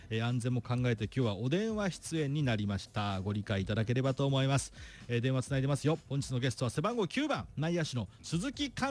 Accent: Sano, Tochigi, Japan; 佐野日大高校でございますね。私の実家のすぐ裏でした。

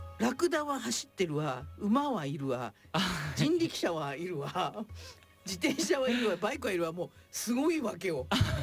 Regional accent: Tokyo, Japan; 私東京生まれの東京育ちだから、

